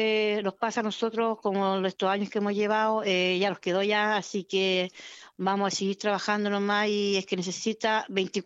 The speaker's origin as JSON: {"language": "Spanish", "region": "Maule", "country": "Chile", "tie": "born or raised there", "said": "yo nací acá en Quiñipeumo"}